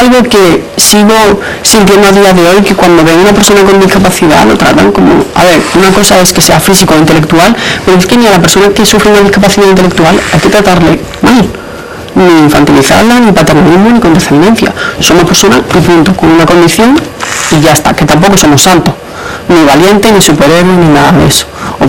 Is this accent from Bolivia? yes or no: no; Marbella, Andalusia, Spain; seremos de Marbella, pero no somos ricos ni millonarios.